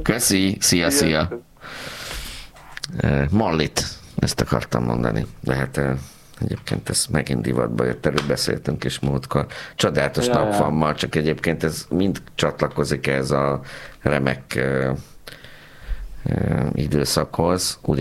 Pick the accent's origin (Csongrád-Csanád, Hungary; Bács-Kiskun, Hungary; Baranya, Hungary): Baranya, Hungary; Pécs; Tudod, én pécsi vagyok